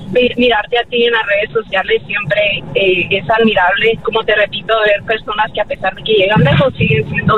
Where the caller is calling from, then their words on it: Los Angeles, California, United States; Les hablo de aquí, de Los Ángeles, manejando para el trabajo ahorita bien temprano.